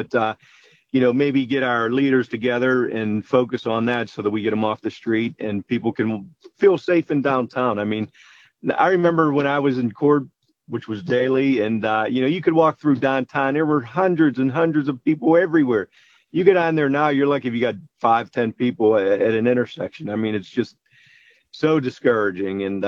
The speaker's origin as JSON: {"language": "English", "town": "Pittsburgh", "region": "Pennsylvania", "country": "United States", "tie": "born or raised there", "said": "I'm born and raised in Pittsburgh, Northside, and still there, obviously."}